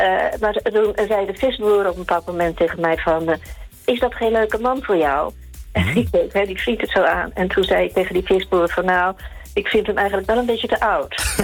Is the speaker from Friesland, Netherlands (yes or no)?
yes; Schiermonnikoog, Friesland, Netherlands; En ik kwam oorspronkelijk van Schiermonnikoog.